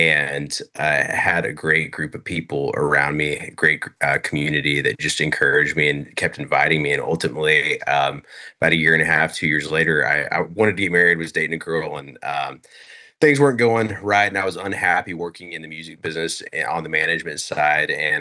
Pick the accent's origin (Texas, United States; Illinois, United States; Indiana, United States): Texas, United States; moved away as an adult; now in Nashville, United States; I grew up in Texas and moved to Nashville when I was 18